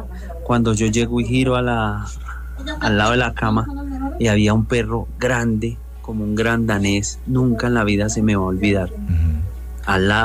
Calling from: Bogotá, Colombia; Desde aquí, desde Bogotá.

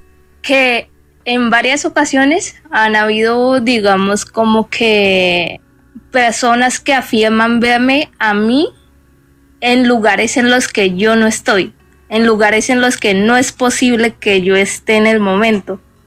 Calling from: Ibagué, Tolima, Colombia; Desde Ibagué, Tolima

